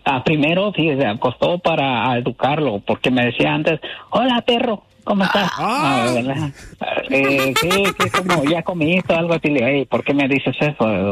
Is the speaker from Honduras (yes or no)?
yes; Honduras; Así somos las hondureñas, así somos, hablamos